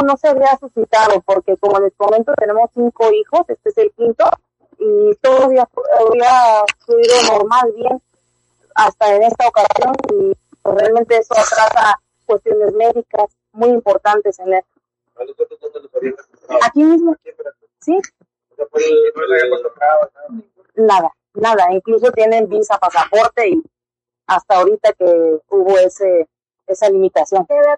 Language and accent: Spanish; Veracruz, Mexico; Somos de aquí de Veracruz. También todos son aquí hijos nuestros, naturales nuestros.